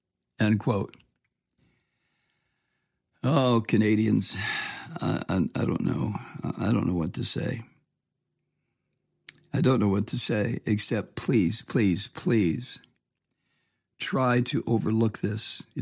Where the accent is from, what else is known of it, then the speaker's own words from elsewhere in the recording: Toledo, Ohio, United States; As I've told you many times, I was brought up in Toledo, Ohio, on the shores of Lake Erie.